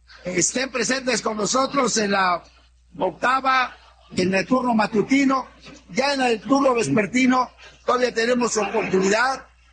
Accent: Betaza, Oaxaca, Mexico; yo recuerdo cuando tenía 14 años, me vine con mi delegación de Betaza

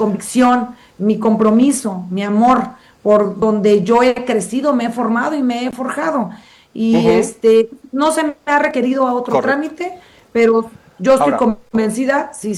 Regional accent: La Manga, Mexico; específicamente somos de La Manga, una comunidad de menos de 200 habitantes, que hasta hace 15 años no contábamos con luz eléctrica

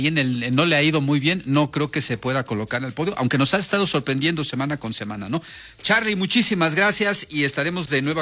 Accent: Mexico

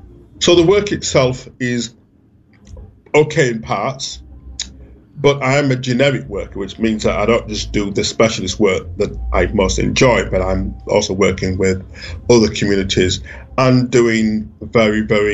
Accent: Bradford, Yorkshire and the Humber, United Kingdom; now in Birmingham, United Kingdom; So the church I grew up in Bradford, we were one of only two Black families in a very large, on the whole, fairly wealthy and white congregation.

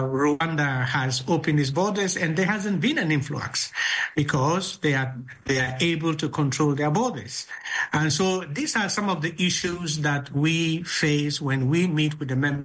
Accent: Bawku, Upper East, Ghana; born there; I myself am a Ghanaian and I'm born in the northern part of Ghana. I come from Boku

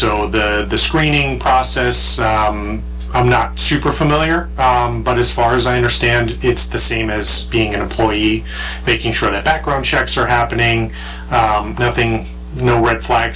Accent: Connecticut, United States; moved away as an adult; growing up in Connecticut, it's very different.

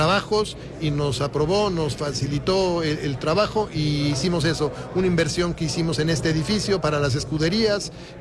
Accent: Mexico; una conversación que deberíamos de tener nosotros como mexicanos

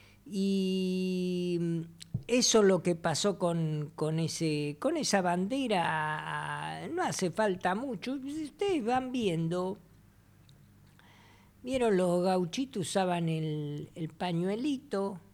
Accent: Argentina; nosotros también somos argentinas.

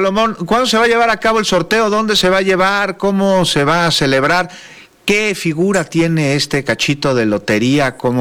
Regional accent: Mexico

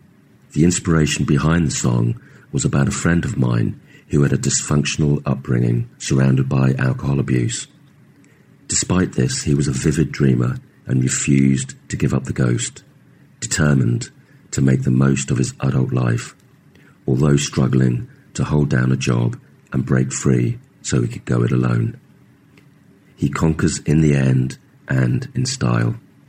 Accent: South East England, United Kingdom; We're from Surrey in England

